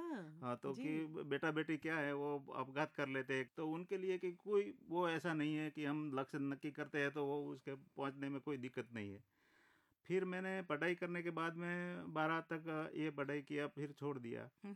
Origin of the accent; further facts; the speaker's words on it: Gujarat, India; हमारे Banaskantha dry area है बिल्कुल, तो वहाँ पे पानी का कोई वो नहीं रहता है